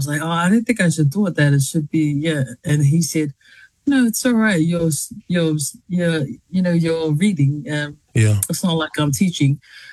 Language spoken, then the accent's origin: English; Massey, Auckland, New Zealand; I grew up in Massey, West Auckland, and yeah, born and raised in West Auckland. But yeah, grew up, I guess, in a traditional Samoan household.